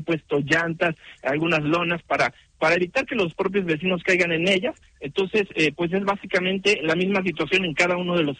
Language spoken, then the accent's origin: Spanish; Guadalajara, Jalisco, Mexico; los que somos tapatíos